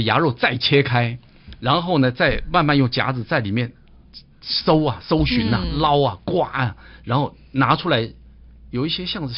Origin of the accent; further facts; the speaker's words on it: Taiwan; 我们都在台湾呢、啊，我们都是台湾人呢